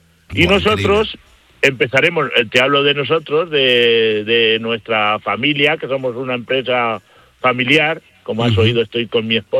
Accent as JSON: {"language": "Spanish", "country": "Spain", "said": "Porque yo soy español y mi mujer es brasileña."}